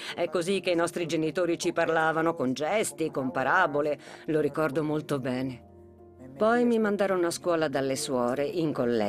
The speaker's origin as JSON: {"language": "Italian", "town": "Mbini", "region": "Litoral", "country": "Equatorial Guinea", "tie": "born or raised there", "said": "Sono nata nel 1962, in Guinea Equatoriale, Ambini. Prima si chiamava Rio Benito, ma adesso si chiama Ambini. Vivevamo in un villaggio"}